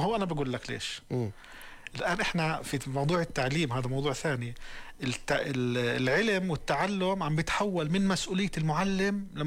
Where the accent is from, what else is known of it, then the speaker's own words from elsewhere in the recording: Jordan; احنا عندنا بالأردن هاي في خطوة ممتازة، مشاريع ريادية.